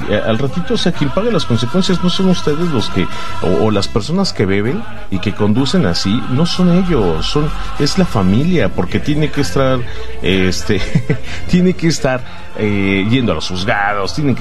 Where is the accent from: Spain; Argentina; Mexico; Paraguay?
Mexico